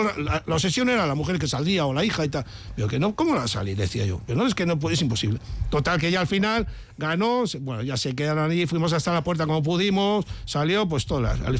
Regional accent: San Sebastián, Basque Country, Spain; yo soy de Donostiarra, bueno, de aquí de Alza, tal, Donostiarra, la Real lo he mamado, yo jugaba fútbol hasta los 18

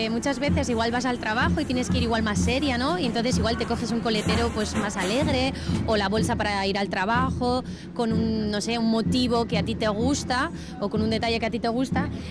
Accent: Vitoria-Gasteiz, Basque Country, Spain; now in Italy; Pues mira, yo soy de Vitoria-Gasteiz, vivo entre Vitoria y Milán, aquí al lado.

